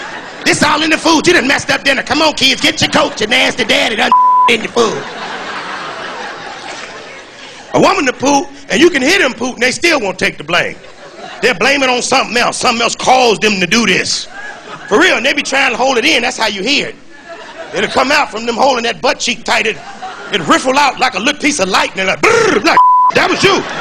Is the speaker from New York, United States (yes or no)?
no; Chicago, Illinois, United States